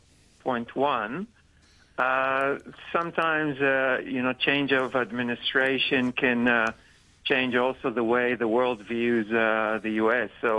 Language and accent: English; Australia; I'm from Australia.